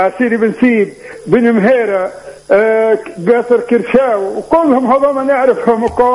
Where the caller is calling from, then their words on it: Tunisia; من الزركين.